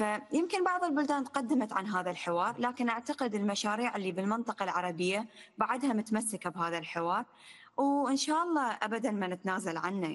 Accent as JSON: {"language": "Arabic", "country": "Iraq", "tie": "born or raised there", "moved": "yes", "said": "يعني إحنا عشنا بالبلدان العربية، أنا عشت كبرت وترعرعت بالعراق"}